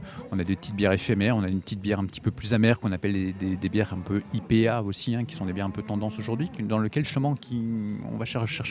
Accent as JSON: {"language": "French", "country": "Belgium", "moved": "as an adult", "lives_now": "Ancelle, France", "said": "on est belges tous les deux, hein, Valérie aussi. On s'est installé en 2000 à Ancel, alors plutôt par choix de vie hein, au départ."}